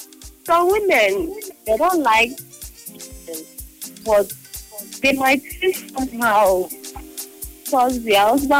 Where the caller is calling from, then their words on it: Port Harcourt, Rivers, Nigeria; I'm calling from Abuloma.